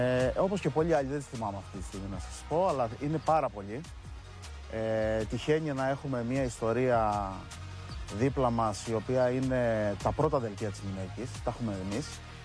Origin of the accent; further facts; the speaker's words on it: Alatsata, Crete, Greece; now in Fortetsa, Greece; εγώ μπορεί να είμαι μεγάλωσα στα Αλάτσατα, αλλά αυτή τη στιγμή ζω στη Φορτέτσα. Άρα είμαι και με τις δύο περιοχές.